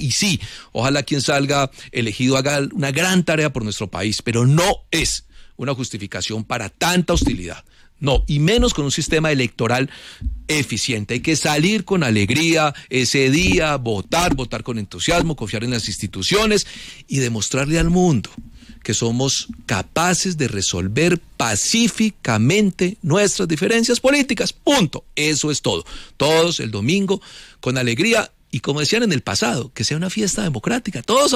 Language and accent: Spanish; Colombia; todos somos colombianas y colombianos.